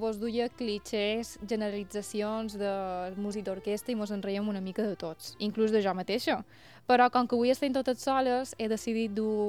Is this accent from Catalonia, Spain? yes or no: no; Sant Jordi, Balearic Islands, Spain; born there; now in Sant Ferriol, Spain; Jo mateixa, que vaig néixer l'any 98 a Sant Jordi i actualment visc a Sant Ferriol. Per tant, he canviat de barri i també de sons.